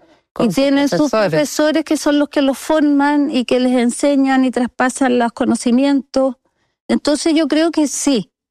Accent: Santiago, Santiago Metropolitan Region, Chile; born there; Yo nací en Santiago, pero después mi papá, con estas cantidades de obras que ha hecho, que recorrió del norte

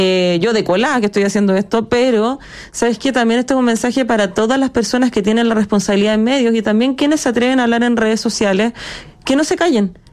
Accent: Chile; Nosotros como chilenos somos muy buenos para tapar el sol con un dedo, para meter la mugre bajo la alfombra y jactarnos de que somos bacanes, que somos los mejores de Latinoamérica.

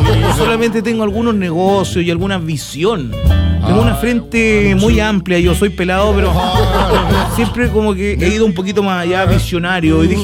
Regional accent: Santiago, Santiago Metropolitan Region, Chile; born there; also born or lived in Chiguayante; Yo nací allá en San Carlos de Apoquindo. Yo vengo de allá. Yo nací en Santiago y conozco todo. Después me trasladé a Chiguayante

